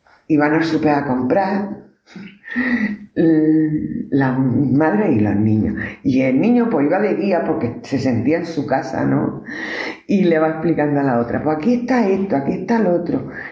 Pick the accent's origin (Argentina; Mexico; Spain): Spain; Huesca, Aragon; now in Granada, Spain; Y yo ya como llevo 7 años, luego ya soy de Granada. No, nunca seré de Huesca.